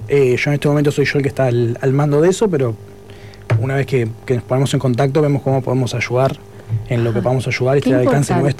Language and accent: Spanish; Montevideo, Uruguay; born there; Yo soy uno de ellos, yo nací en Montevideo.